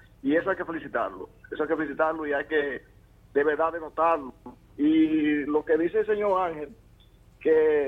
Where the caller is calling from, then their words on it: Mao, Valverde, Dominican Republic; sector Sergio Arias.